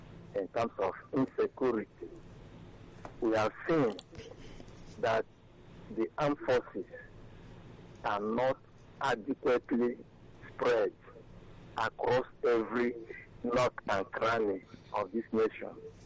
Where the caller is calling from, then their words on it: Nigeria; I'm calling from Eba.